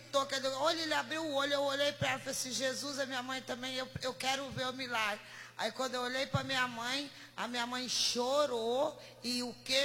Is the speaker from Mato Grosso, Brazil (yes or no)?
yes; Mato Grosso, Brazil; E ontem eu vim aqui pela primeira vez, porque eu sou de Mato Grosso e minha mãe é de Jiparaná.